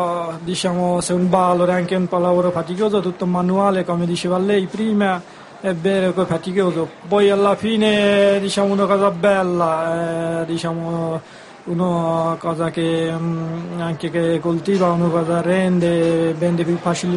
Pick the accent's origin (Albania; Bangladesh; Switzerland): Bangladesh; Italian is a second language; now in Proceno, Italy; Io vengo dal Bangladesh